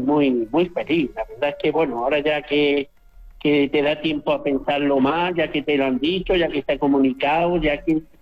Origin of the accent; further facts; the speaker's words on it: Spain; born there; now in Huesca, Spain; aunque yo no haya nacido en Huesca, que yo nací en Piña, pues desde un principio me he sentido hijo de Huesca